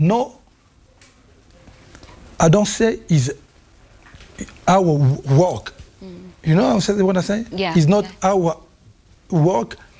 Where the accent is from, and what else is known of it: DR Congo; English is a second language